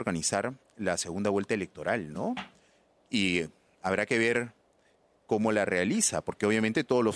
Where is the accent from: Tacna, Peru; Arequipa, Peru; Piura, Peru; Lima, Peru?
Arequipa, Peru; moved away; yo soy de Arequipa.